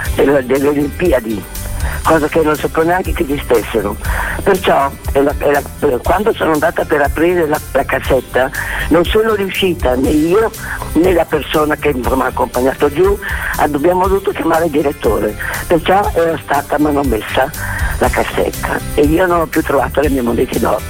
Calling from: Milan, Lombardy, Italy; sono di Milano.

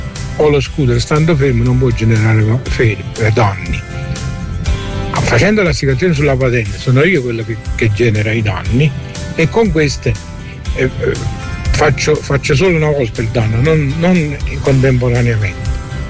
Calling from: Avellino, Campania, Italy; sono di Avellino.

